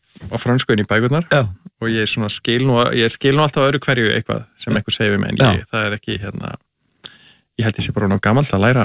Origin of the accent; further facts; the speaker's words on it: Kópavogur, Capital Region, Iceland; also born or lived in Grafarvogur; Nei, og ég ólst fyrst upp í Kópavogi.